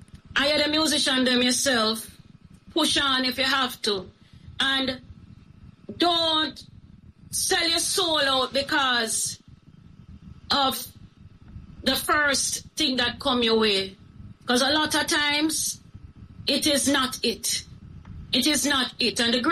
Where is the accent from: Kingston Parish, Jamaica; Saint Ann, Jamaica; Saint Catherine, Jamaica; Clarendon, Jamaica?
Kingston Parish, Jamaica; Kingston; I come from East Kingston. I know what it is like to grow up in a community where marginalized and you face the police brutality.